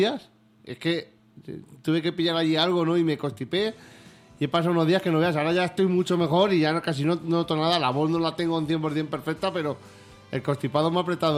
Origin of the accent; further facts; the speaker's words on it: Castilla-La Mancha, Spain; hemos dicho que somos de Castilla-La Mancha o somos del sur de Madrid, de más abajo.